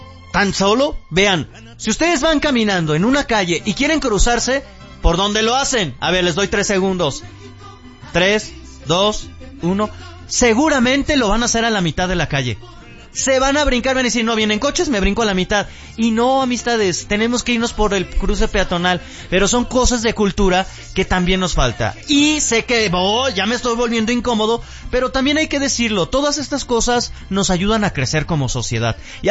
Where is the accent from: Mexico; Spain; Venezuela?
Mexico